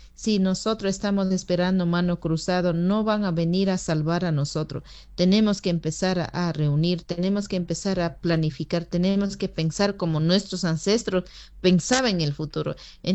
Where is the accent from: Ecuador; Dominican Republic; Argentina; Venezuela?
Ecuador; Pastaza; Yo soy Huaorani de Pastaza por el sur.